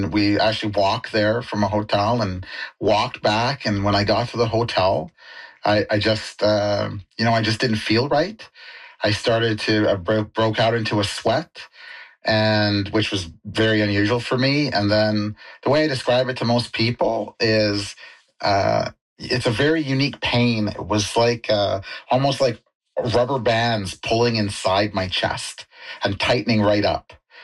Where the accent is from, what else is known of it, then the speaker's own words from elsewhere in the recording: Maple Ridge, British Columbia, Canada; And I was like, I'm from Maple Ridge and stuff like that.